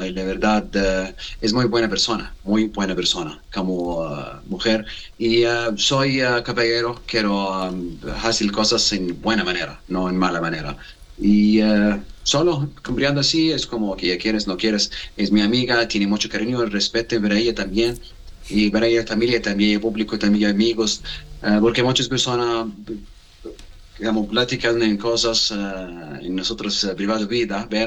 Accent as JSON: {"language": "Spanish", "country": "Mexico", "said": "quiero visitar a mi familia en diciembre, la verdad, porque estoy mexicano ahorita. Tengo obligación como mexicano en diciembre."}